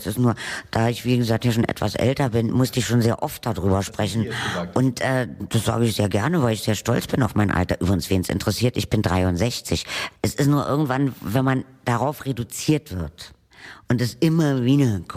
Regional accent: Berlin, Germany; übrigens bin ich natürlich in Berlin-Mitte groß geworden

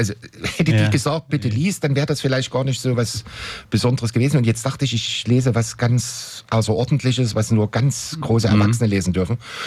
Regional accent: Dresden, Saxony, Germany; ich bin in Dresden groß geworden

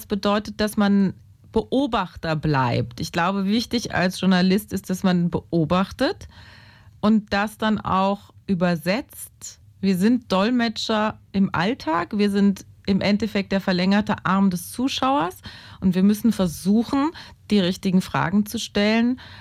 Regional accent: Saarbrücken, Saarland, Germany; born there; Ich bin in Saarbrücken geboren

